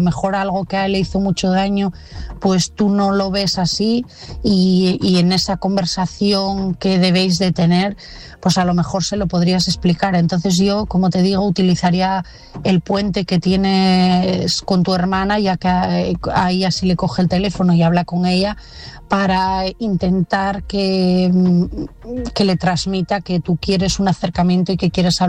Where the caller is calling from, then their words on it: Asturias, Spain; de Asturias y mi mensaje esta noche es para Antonio.